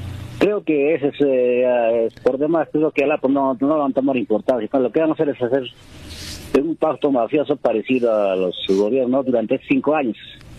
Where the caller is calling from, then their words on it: Cabana, Puno, Peru; aquí de Cabana, Tiracoma.